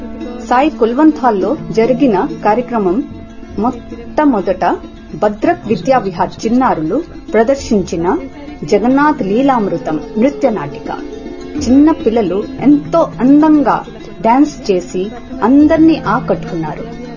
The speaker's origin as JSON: {"language": "Telugu", "town": "Bhubaneswar", "region": "Odisha", "country": "India", "said": "నేను ఒడిశా భువనేశ్వర్ నుండి వచ్చాను."}